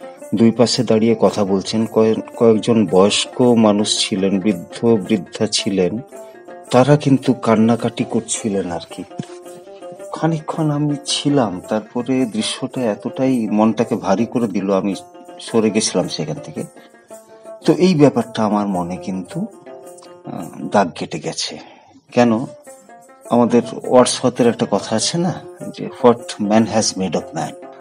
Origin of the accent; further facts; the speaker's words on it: Bankura district, West Bengal, India; moved away as an adult; now in Tripura, India; আমি যেমন ব্যক্তিগতভাবে বাঁকুড়া জেলার মানুষ।